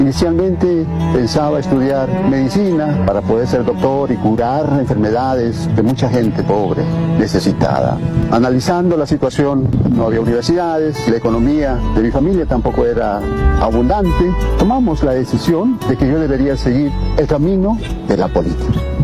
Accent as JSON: {"language": "Spanish", "town": "San Francisco", "country": "Peru", "tie": "born or raised there", "said": "he retornado a mi tierra natal, San Francisco. Actualmente postulo a la alcaldía del centro poblado de San Francisco"}